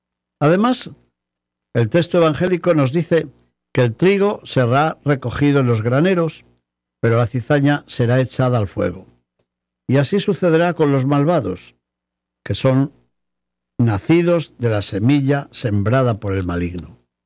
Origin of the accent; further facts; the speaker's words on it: Spain; born there; accent: Leonese-Asturian dialect; moved away; En mi tierra, que tenía un dialecto medio leonés, medio asturiano